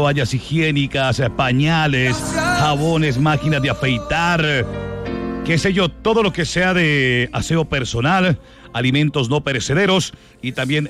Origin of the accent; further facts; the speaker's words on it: Colombia